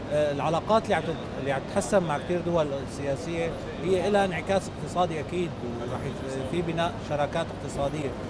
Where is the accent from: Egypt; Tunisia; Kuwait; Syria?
Syria; نحن كشركات سوريه